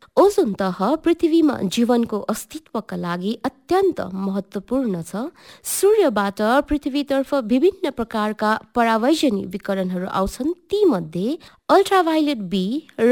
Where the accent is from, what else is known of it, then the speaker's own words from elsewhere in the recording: Darjeeling, West Bengal, India; मेरो गाउँ चाहिँ बेनेकबन च्या बगान लेबोङ दार्जिलिङमा पर्छ